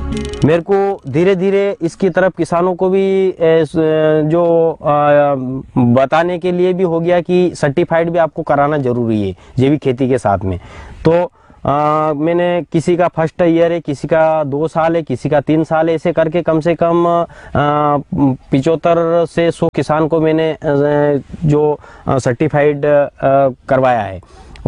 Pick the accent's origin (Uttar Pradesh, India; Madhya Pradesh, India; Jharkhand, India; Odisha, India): Madhya Pradesh, India; मध्य प्रदेश का रहने वाला हूँ।